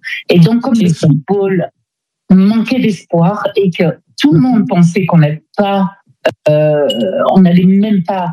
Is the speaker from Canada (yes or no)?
no; DR Congo; Cette chanson m'est venue parce que mon pays me tient tellement à cœur. Je suis congolaise.